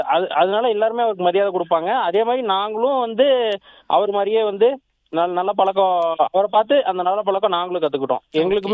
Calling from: Gudalur, India

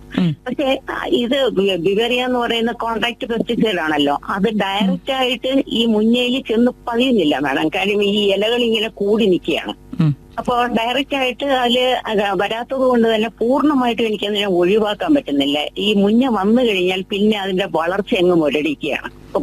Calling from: Ulloor, Kerala, India; ഉള്ളൂരിൽ നിന്നാണ് സംസാരിക്കുന്നത്.

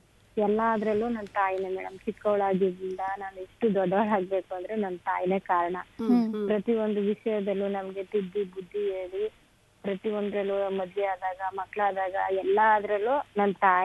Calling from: Karnataka, India; ಕೆರ್ಗೂಡಿಂದ

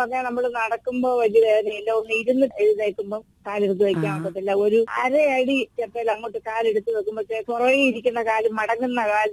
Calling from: Angadickal, Kerala, India; പത്തനംതിട്ട ജില്ലയിലെ അങ്ങാടിക്കൽ എന്ന് പറയുന്ന സ്ഥലത്ത് നിന്നാണ്. 26 വയസ്സുള്ള

